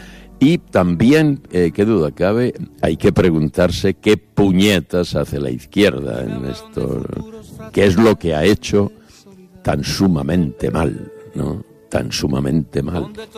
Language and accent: Spanish; Chinchón, Community of Madrid, Spain; yo soy de Chinchón, o sea, un pueblo muy cerca del mío